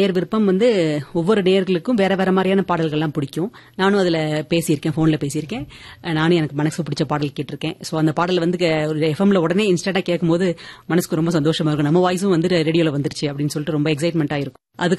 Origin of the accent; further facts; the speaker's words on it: Chennai, Tamil Nadu, India; நான் வந்து பிறந்து வளர்ந்ததெல்லாம் சென்னையில.